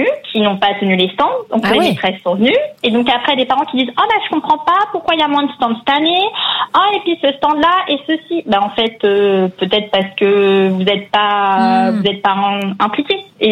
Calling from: Massy, Île-de-France, France; Je suis dans Massy, dans l'Essonne.

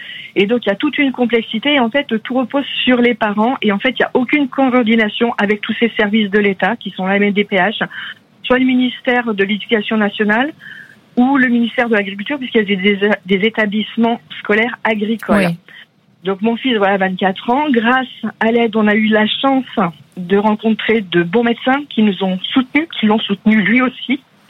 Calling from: Nouvelle-Aquitaine, France; j'ai une petite commune à 25 km de Pau, dans les Pyrénées-Atlantiques.

